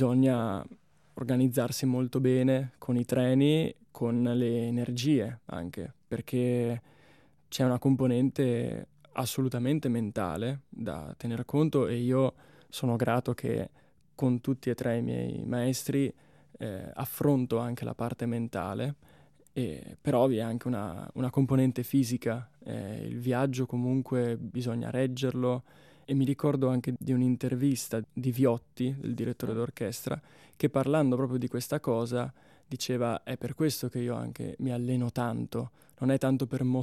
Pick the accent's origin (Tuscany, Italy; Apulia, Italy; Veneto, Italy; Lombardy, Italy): Veneto, Italy; Verona; moved away as an adult; now in Bolzano, Italy; io sono di Verona, da Verona mi sono trasferito a Bolzano